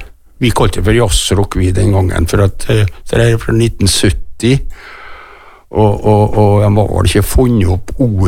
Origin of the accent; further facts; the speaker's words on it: Kristiansund, Møre og Romsdal, Norway; hadde vært perm fra militæret, og var hjemme i Kristiansund